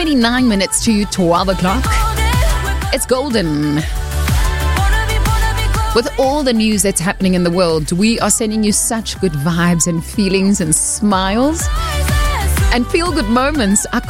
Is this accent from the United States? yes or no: no; South Africa; I love being South African.